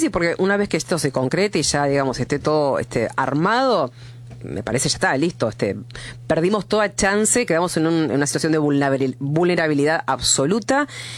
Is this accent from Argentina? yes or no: yes; Argentina; nosotros como sociedad, como pueblo argentino